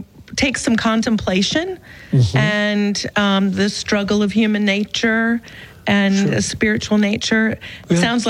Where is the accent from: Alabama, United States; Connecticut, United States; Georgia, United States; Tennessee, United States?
Alabama, United States; Auburn; From Auburn, Alabama.